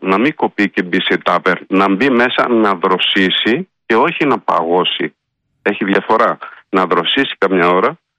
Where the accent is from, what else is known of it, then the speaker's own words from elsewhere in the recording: Neo Agioneri, Central Macedonia, Greece; Η γιορτή αυτή γίνεται στο χωριό μου, το Νέο Αγιονέρι Κιλικής, που βρίσκεται 30 χιλιόμετρα δυτικά της Θεσσαλονίκης. Είμαστε Καπαδόκες και είμαστε εδώ και 100 χρόνια φυτεύουμε καρπούζια.